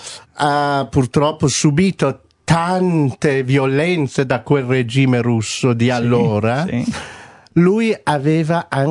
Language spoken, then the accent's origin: Italian; Iran; moved away; also born or lived in Milan; io stesso che faccio questo mestiere da iraniano